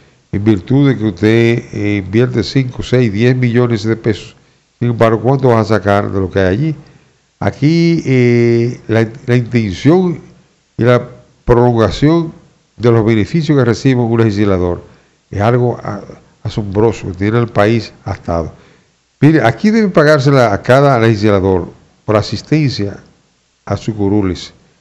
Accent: Dominican Republic; el dominicano, nosotros no apreciamos las bellezas que tiene nuestra provincia

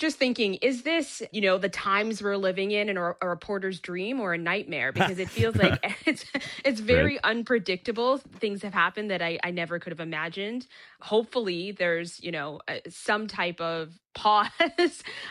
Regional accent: Canada

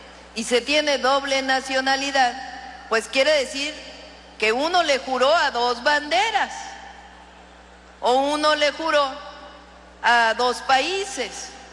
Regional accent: Mexico

